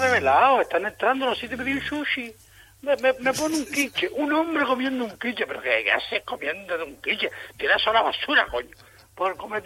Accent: Las Palmas de Gran Canaria, Canary Islands, Spain; Si yo no soy canario, yo soy independentista de la Isleta.

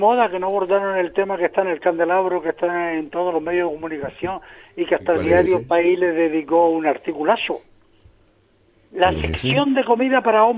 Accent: Las Palmas de Gran Canaria, Canary Islands, Spain; yo no soy canario, yo soy independentista de la Isleta.

